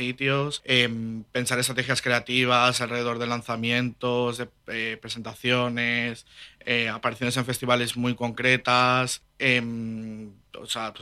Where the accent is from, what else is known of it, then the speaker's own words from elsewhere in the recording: Valencian Community, Spain; bueno, soy de Aimus, de un pueblo aquí al lado de Gandía.